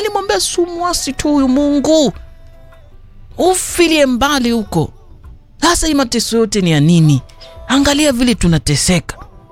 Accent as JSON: {"language": "Swahili", "town": "Garsen", "region": "Tana River County", "country": "Kenya", "said": "kule Garsen kwetu"}